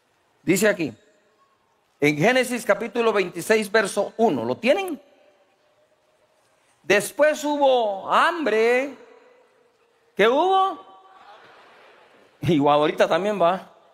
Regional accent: Guatemala

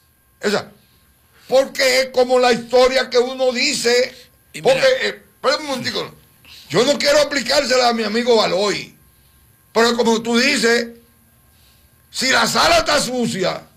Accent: San Pedro de Macorís, Dominican Republic; yo todavía lo defiendo y hablo mentira fuera de aquí para hablar de mi pueblo

